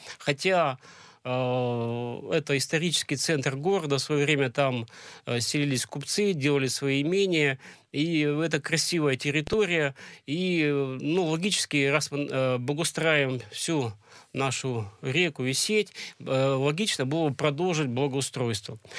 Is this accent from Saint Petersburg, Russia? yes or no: no; Sverdlovsk Oblast, Russia; Вообще, птицефабрика – это моя малая родина. Там я жил много лет в бараке с печным отоплением, с уличным туалетом на несколько бараков.